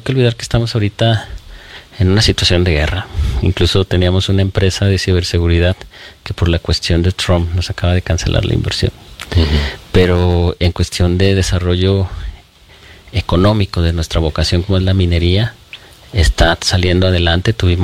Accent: Jerez, Zacatecas, Mexico; yo soy de Jerez

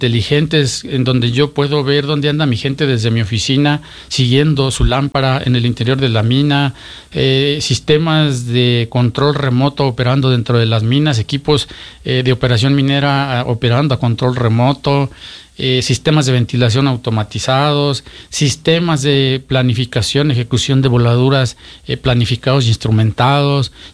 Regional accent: Zacatecas, Mexico; soy orgullosamente zacatecano.

